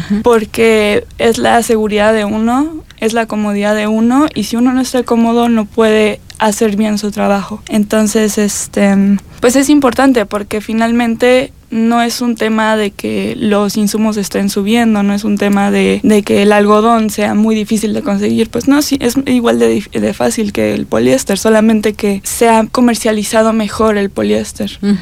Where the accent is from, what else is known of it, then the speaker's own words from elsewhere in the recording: Monterrey, Nuevo León, Mexico; now in Querétaro, Mexico; Por ejemplo, aquí en Querétaro, yo soy de Monterrey